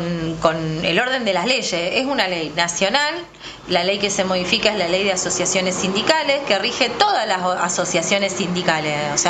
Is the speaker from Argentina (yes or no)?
yes; Argentina; la identidad que nosotros tenemos como argentinos, como ciudadanos, como trabajadores.